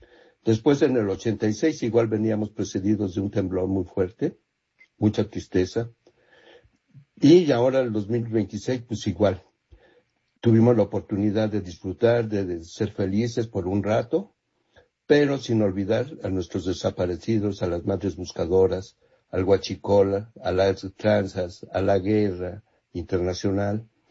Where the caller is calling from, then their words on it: Mexico City, Mexico; de Coajimalpa.